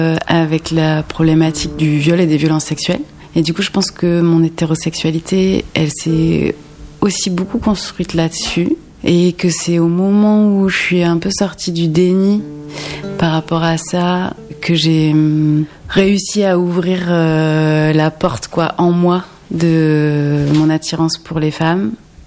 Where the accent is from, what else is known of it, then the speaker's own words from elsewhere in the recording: Montpellier, Occitanie, France; also born or lived in Les Salles; J'ai grandi à Montpellier dans un squat jusqu'à mes 6-7 ans. Et puis ensuite, je suis partie dans un tout petit village avec ma maman qui s'appelle Les Salles. C'est vers le plateau du Larzac, quoi.